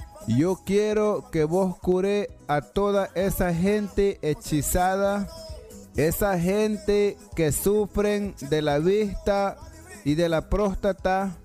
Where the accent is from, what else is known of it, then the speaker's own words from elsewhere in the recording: Waspam, North Caribbean Coast Autonomous Region, Nicaragua; first language Miskito; Spanish is a second language; Yo estaba hablando en mi lengua materna de Misquito y ahora yo lo voy a traducir en lengua de español. Cuando yo me vine de mi comunidad Huaspán